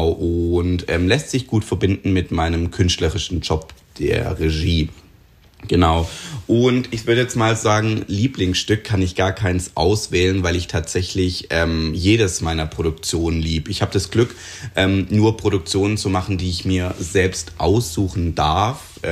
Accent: Triberg, Baden-Württemberg, Germany; konnte erste Erfahrungen sammeln bei den Schwarzwalder Musicals in Triberg, in meiner Heimatstadt

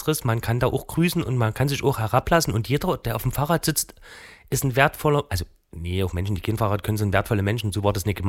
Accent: East Germany, Germany; Na, ich bin ja ein Ostdeutscher.

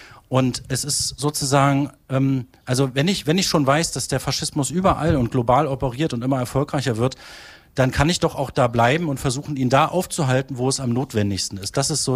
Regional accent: Halberstadt, Saxony-Anhalt, Germany; Halberstadt ist meine Heimat, ich bin hier aufgewachsen. Ich kenne hier fast jeden Winkel.

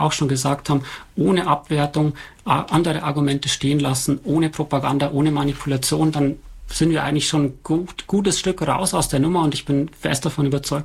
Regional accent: Germany; aber wir als Deutsche erst recht nicht

